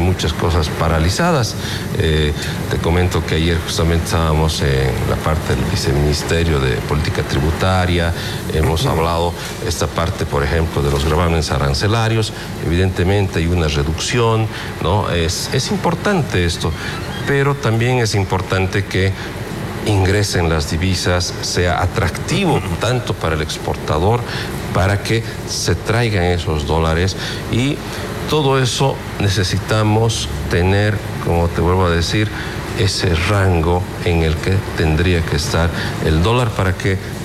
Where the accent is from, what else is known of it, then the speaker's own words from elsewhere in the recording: Bolivia; porque finalmente somos bolivianos